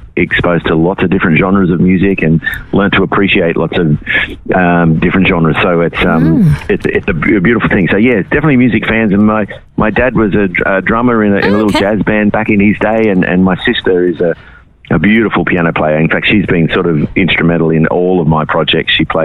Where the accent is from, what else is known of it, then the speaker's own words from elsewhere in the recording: Wagga Wagga, New South Wales, Australia; growing up in Wagga